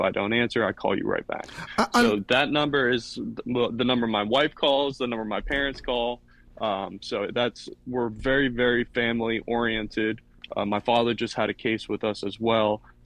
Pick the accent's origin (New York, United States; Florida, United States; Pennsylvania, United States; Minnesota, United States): Florida, United States; I grew up here in Martin County, St. Lucie County.